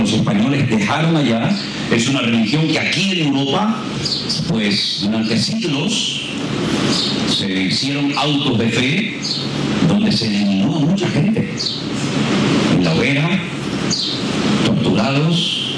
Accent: Caracas, Capital District, Venezuela; born there; yo nací en Caracas, por lo tanto tengo la misma autoridad tuya como latino

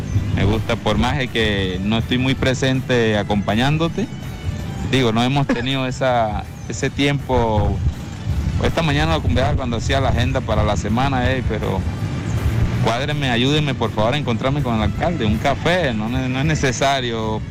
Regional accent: El Vigía, Mérida, Venezuela; Soy hijo del Vigía, soy hincha del Vigía, soy del barrio La Conquista. Ahí crecí, ahí me crié

